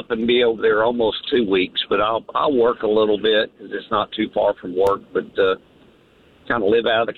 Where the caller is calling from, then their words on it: Calhoun, Georgia, United States; Calhoun, Georgia.